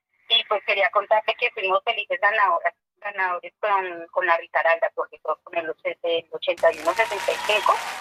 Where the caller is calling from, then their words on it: Villeta, Cundinamarca, Colombia; Acá de Villeta, Cundinamarca